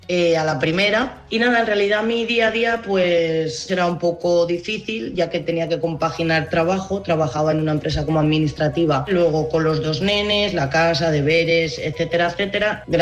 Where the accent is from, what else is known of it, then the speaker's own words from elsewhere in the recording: Valencia, Valencian Community, Spain; Tengo 39 años y soy de Valencia.